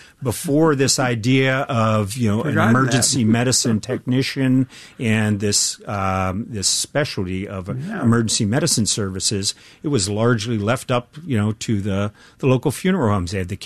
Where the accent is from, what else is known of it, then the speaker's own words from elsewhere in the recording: Ohio, United States; moved away; I grew up in Eastern Ohio, and like many of the people I graduated high school with in the 70s, you know, my idea, I was going to go work in the steel mills.